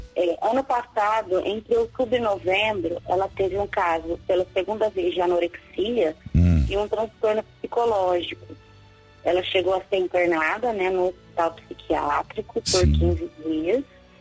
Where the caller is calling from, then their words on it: Magda, São Paulo, Brazil; Eu falo de Magda, São Paulo.